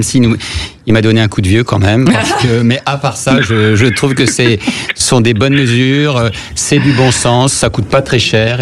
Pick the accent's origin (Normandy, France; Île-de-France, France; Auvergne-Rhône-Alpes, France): Île-de-France, France; Paris; parce que moi je suis parisien, hein